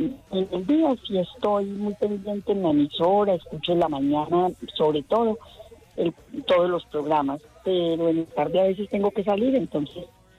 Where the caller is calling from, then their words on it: Bello, Antioquia, Colombia; Del municipio de Bello